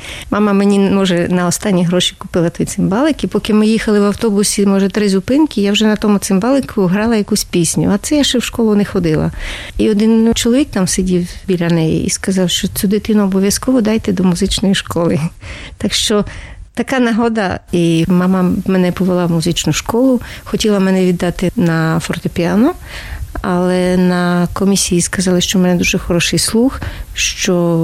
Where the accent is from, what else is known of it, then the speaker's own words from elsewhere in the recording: Rivne, Rivne Oblast, Ukraine; born there; Народилася на Україні, в місті Рівному.